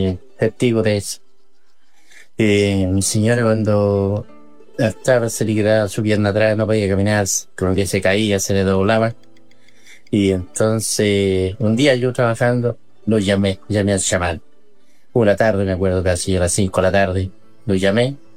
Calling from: Yumbel, Biobío, Chile; a mí me quedaba más cerca a Los Ángeles, porque nosotros somos de Yumbel.

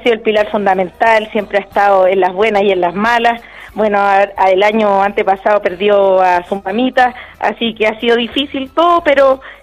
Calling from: Los Andes, Valparaíso, Chile; De la Vista Cordillera.

